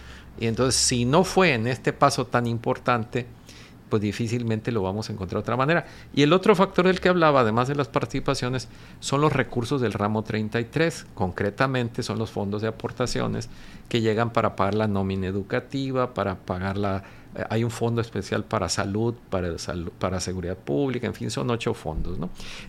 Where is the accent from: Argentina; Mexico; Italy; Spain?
Mexico; Porque finalmente todos somos mexicanos.